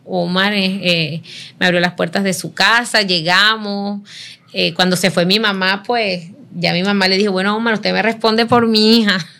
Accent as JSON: {"language": "Spanish", "town": "Turbana", "region": "Bolívar", "country": "Colombia", "tie": "born or raised there", "moved": "as an adult", "said": "soy de Turbana."}